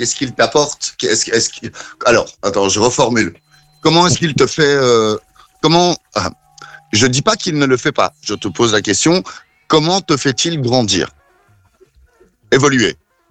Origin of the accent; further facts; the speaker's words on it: Belgium; Je suis belge, je parle pas toujours bien français